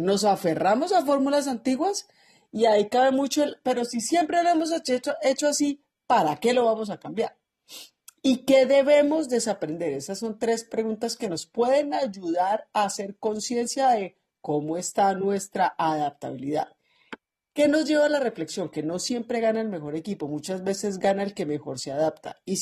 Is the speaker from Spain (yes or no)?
no; Colombia; como buena colombiana y futbolera.